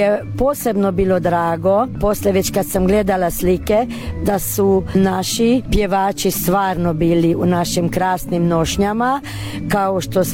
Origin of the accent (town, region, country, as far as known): Harkány, Baranya, Hungary